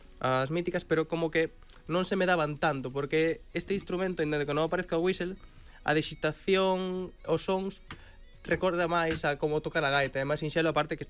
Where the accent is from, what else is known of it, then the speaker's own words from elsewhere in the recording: Galicia, Spain; Eu son de San Lázaro de toda a vida, e Bartolo tamén era dali.